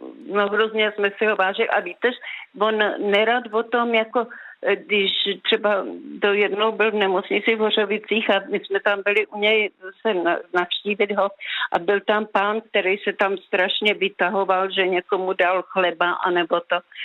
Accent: Skryje, Central Bohemian Region, Czechia; Ne, já pocházím ze Skrej.

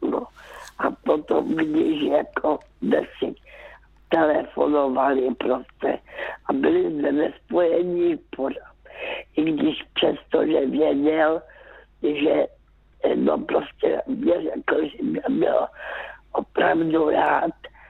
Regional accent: Karolinka, Zlín Region, Czechia; born there; já už jsem byla vdaná a jezdívala jsem zpátky do Karolinky, zpátky mého rodiště.

